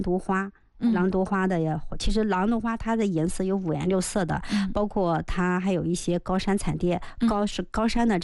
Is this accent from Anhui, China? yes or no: yes; Anhui, China; 咱们是安徽人嘛，肯定要说一说咱们安徽